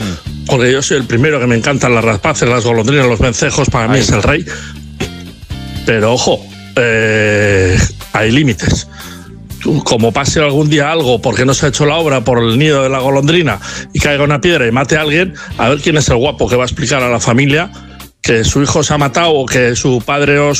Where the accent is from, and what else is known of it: San Sebastián, Basque Country, Spain